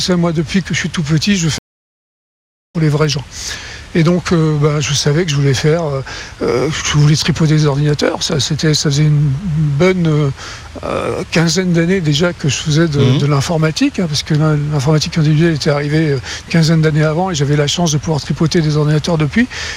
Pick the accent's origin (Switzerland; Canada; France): France; accent: French; now in United States